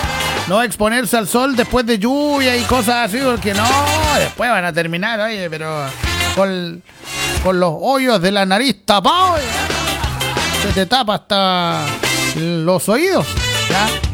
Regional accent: Osorno, Los Lagos, Chile; moved away; Osorno, mi tierra natal

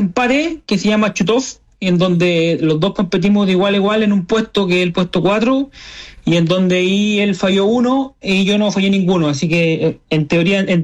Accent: Ovalle, Coquimbo, Chile; Claro, yo soy nacido y criado acá en Ovalle, mi familia toda es de acá, de la cuarta región

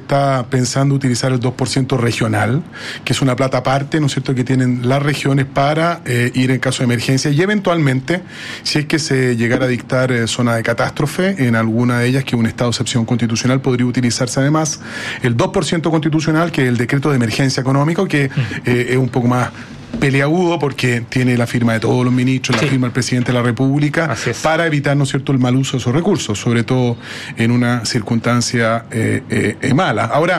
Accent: Chile; somos chilenos

